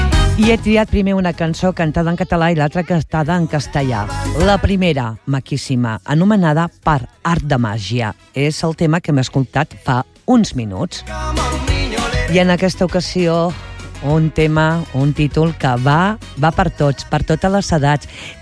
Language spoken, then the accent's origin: Catalan; Barcelona, Catalonia, Spain; vaig a dir el nom de Barcelona, tal com ho diem nosaltres, la gent que som originaris del centre de Barcelona